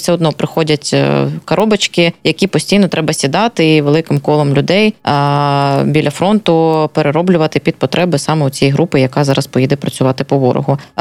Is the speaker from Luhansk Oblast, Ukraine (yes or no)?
yes; Luhansk Oblast, Ukraine; moved away; про мою рідну Луганщину